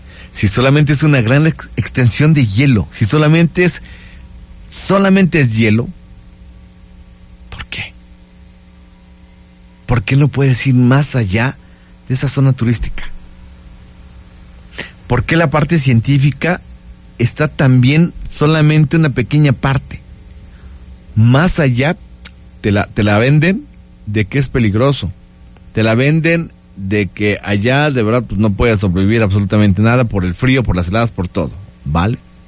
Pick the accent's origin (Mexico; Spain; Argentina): Mexico; Puebla; Aquí de Puebla, hombre. Soy aquí de Puebla. Ya saben, ¿no? Poblano, al 100%. Soy poblano.